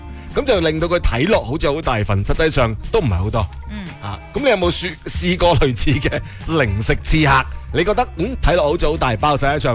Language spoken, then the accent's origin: Cantonese; Guangdong, China; 我哋广东人